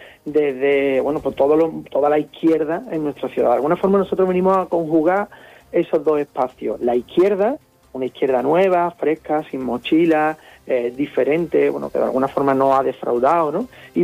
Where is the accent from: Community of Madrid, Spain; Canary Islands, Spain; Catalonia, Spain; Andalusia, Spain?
Andalusia, Spain; Jerez de la Frontera